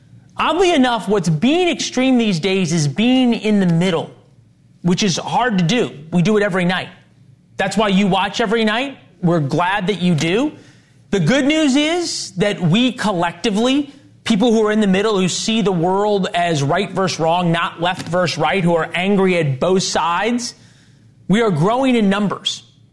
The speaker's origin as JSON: {"language": "English", "region": "Missouri", "country": "United States", "said": "my home state of Missouri"}